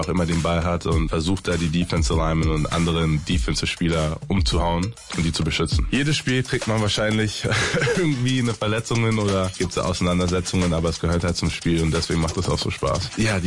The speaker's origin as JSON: {"language": "German", "region": "Berlin", "country": "Germany", "tie": "born or raised there", "lives_now": "Texas, United States", "said": "bin in Berlin aufgewachsen, lebe jetzt in Texas, aber spiele in Washington D.C. bei den Commanders Football"}